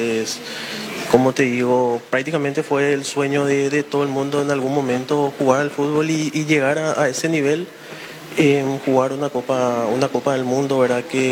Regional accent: San Lorenzo, Central, Paraguay; nosotros somos allá de San Lorenzo.

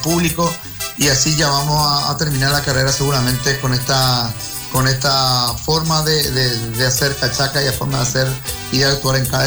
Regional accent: Paraguay; lo que somos paraguayo

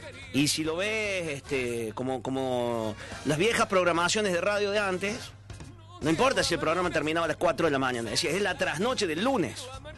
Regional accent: Argentina; ¿Cómo somos nosotros los argentinos?

